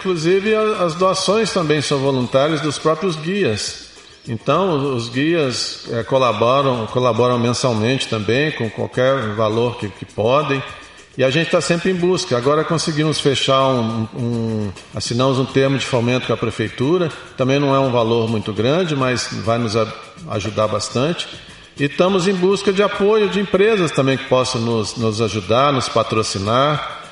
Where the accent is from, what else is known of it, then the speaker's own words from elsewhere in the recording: Belo Horizonte, Minas Gerais, Brazil; now in Paraná, Brazil; Sou mineiro de Belo Horizonte, mas eu vivo há mais de 32 anos no Paraná